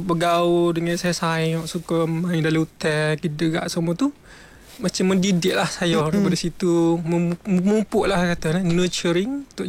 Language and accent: Malay; Kelantan, Malaysia; Saya asal daripada Pulau Condu. Pulau Condu Macam Kelate.